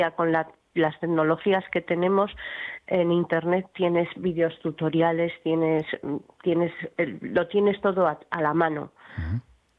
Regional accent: Vitoria, Basque Country, Spain; pero si somos los tres, somos de Vitoria y cada uno hacemos

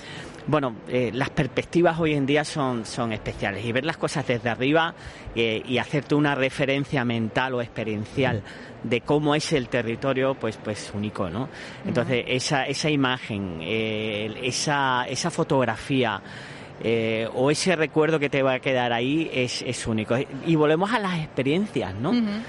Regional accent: Ceuta, Spain

